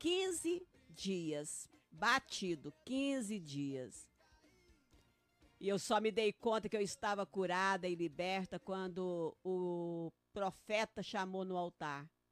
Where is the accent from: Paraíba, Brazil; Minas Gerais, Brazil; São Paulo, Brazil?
Minas Gerais, Brazil; Uberaba; primeiro pastor que eu tive no Reino dos Céus, lá na minha cidade, né, lá no Uberaba, maravilhoso.